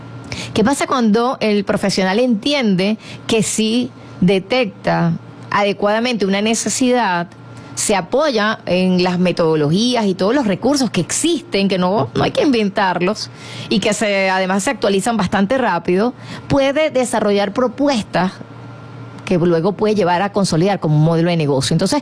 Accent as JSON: {"language": "Spanish", "town": "Ciudad Bolívar", "region": "Bolívar", "country": "Venezuela", "tie": "born there", "moved": "yes", "lives_now": "Barquisimeto, Venezuela", "said": "yo soy del estado Bolívar, nací en Ciudad Bolívar"}